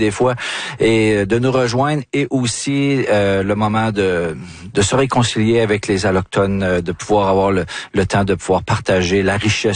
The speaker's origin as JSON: {"language": "French", "town": "Wendake", "region": "Quebec", "country": "Canada", "said": "dont notre powwow chez nous à Wendake."}